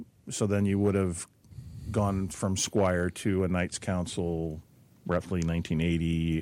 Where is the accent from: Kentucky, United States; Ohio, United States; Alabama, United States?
Ohio, United States; born there; Well, I was born in Ohio anyway, so we sort of left Michigan when I was young.